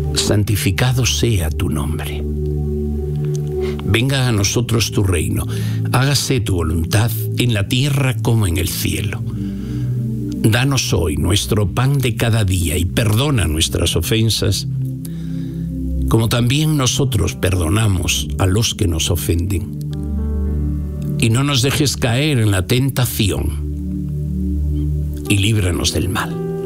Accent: San Román, Spain; born there; moved away; Estamos en San Román, el pueblo en el que yo nací hace ya 70 años.

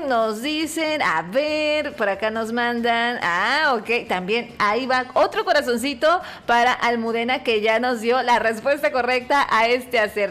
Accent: Coatzacoalcos, Veracruz, Mexico; Bueno, es que allá en Minatitlán pues hay otras escuelas y demás que no ubico, obviamente, porque pues soy de Cuatza.

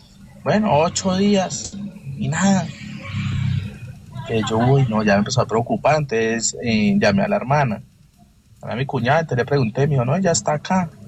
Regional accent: Neiva, Huila, Colombia; Pues resulta que nosotros somos de Neiva.

